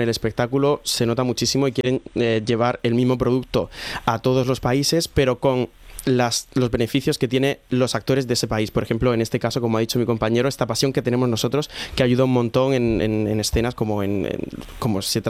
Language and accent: Spanish; Lorca, Region of Murcia, Spain; lo dice gente de Lorca, de donde yo soy y tal.